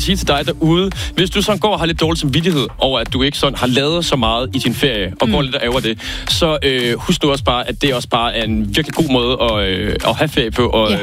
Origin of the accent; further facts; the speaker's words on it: Holstebro, Central Denmark Region, Denmark; moved away; mine gamle venner fra studiet og fra Holstebro, hvor jeg kommer fra.